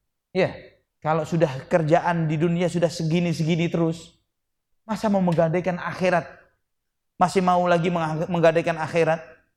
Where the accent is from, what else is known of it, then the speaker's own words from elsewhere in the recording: Surabaya, East Java, Indonesia; Saya termasuk sebabnya, saya dari Surabaya.